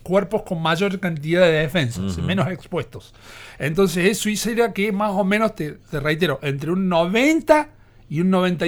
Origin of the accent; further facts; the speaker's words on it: Mendoza, Argentina; que llega incluso hasta las tierras mendocinas nuestras